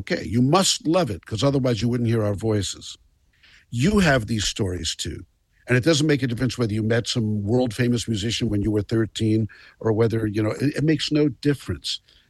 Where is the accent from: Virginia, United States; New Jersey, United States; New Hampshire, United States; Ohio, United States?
New Jersey, United States; Bergen County; I was growing up in Burton County, New Jersey, which is not that far, but the George Washington Bridge was in between